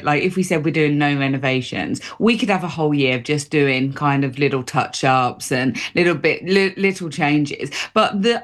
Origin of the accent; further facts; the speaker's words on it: United Kingdom; We're British, and we just love to start every conversation off about the weather.